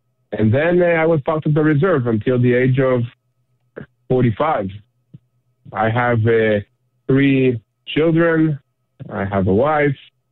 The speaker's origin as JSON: {"language": "English", "town": "Jerusalem", "region": "Jerusalem District", "country": "Israel", "tie": "born or raised there", "said": "Well, I was born and raised here in Israel, in Jerusalem. I'm a Jewish follower of Yeshua, of Jesus"}